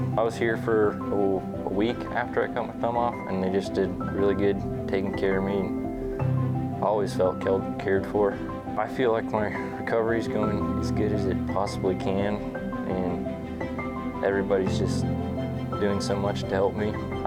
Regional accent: Page, Nebraska, United States; I'm from Page, Nebraska.

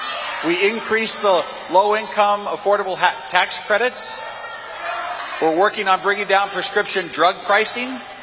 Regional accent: Norfolk, Nebraska, United States; I grew up in Norfolk, Nebraska. I was a Cub Scout.

